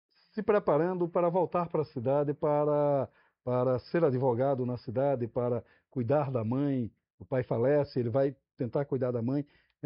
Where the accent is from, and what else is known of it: Recife, Pernambuco, Brazil; moved away as an adult; now in Brasília, Brazil